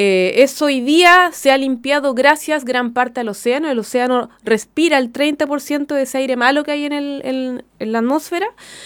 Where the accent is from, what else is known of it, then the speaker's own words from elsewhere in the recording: Frutillar, Los Lagos, Chile; sobre todo a la comuna de Frutillar, de donde yo vengo.